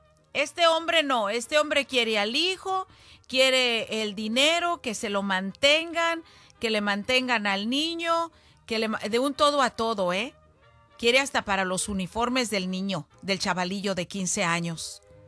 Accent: Zacualco de Torres, Jalisco, Mexico; moved away; un saludo para todos los de mi pueblo de allá de Zacualco.

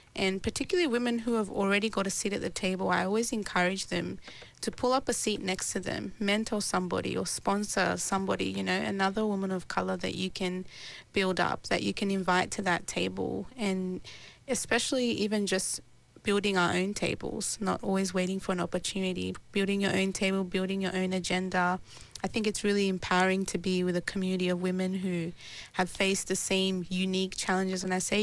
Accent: Australia; how I grew up here in Australia

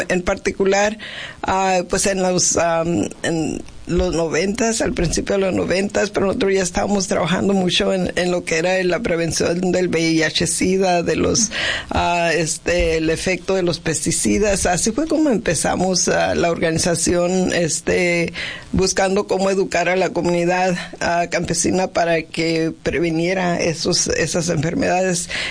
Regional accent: Yuma, Arizona, United States; soy de Yuma

